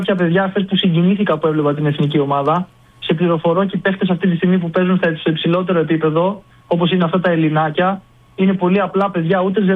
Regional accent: Larissa, Thessaly, Greece; είμαι Λαρισαίος, μεγάλωσα εκεί.

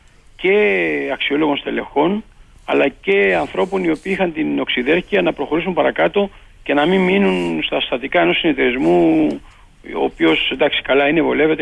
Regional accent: Chios, North Aegean, Greece; moved away as an adult; also born or lived in Athens; Εγώ όταν έφυγα για φοιτητής από τη Χίο να πω στην Αθήνα, δεν πίστευα ποτέ ότι θα γυρίσω πίσω και ασχοληθώ με τη μαστίχα.

